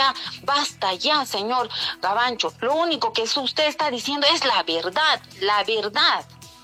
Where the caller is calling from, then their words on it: Cusco, Peru; Me da mucha pena por mi ciudad, soy cusqueña